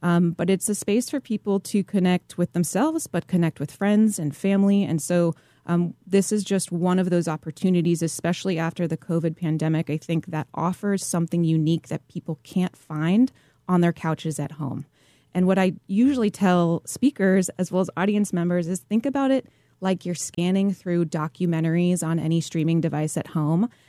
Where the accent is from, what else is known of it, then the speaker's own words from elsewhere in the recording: Colorado, United States; now in Kansas City, United States; We come from Colorado, and the brewery culture there is very committed to their local communities. And when we decided to open a brewery in Kansas City